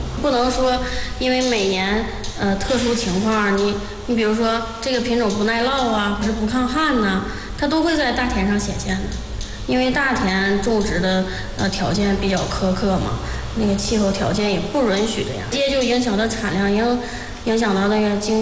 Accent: northern China, China; 再就是他们这个饭比较是辣，作为一个北方人就得去慢慢的去适应。

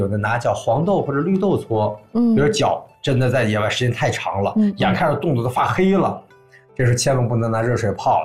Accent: Northeast China, China; born or raised there

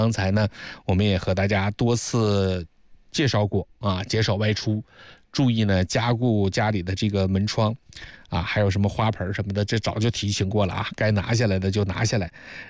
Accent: Zhejiang, China; 我们浙江人呢这些年你说经历的台风那也有几十个了

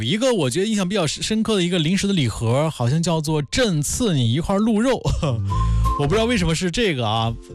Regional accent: Handan, Hebei, China; 我们邯郸武湾的一个就是那边特别长的一个鼠标垫啊。

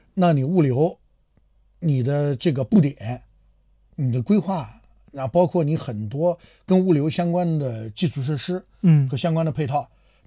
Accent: Anhui, China; 我是安徽人嘛

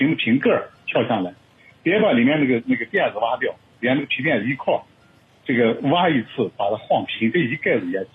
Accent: Xinjiang, China; 我们新疆人在中午12点到12点半左右可能会有稍微有点感觉饿

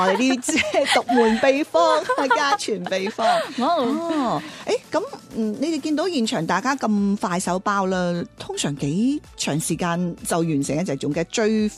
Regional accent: Taishan, Guangdong, China; 我自己本身真的很喜欢吃我家乡的咸肉粽、啦，这些都是最标配的，即是最传统的。但是莲子好像 台山的鹹肉粽真的很少加、

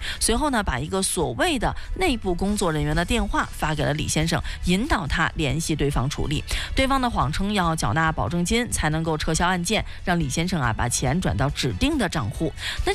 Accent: Ningxia, China; 也是咱们宁夏人很熟悉的老品种了。

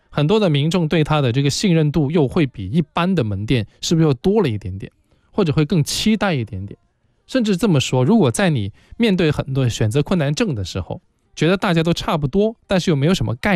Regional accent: Guangdong, China; 那我们作为广东人呢

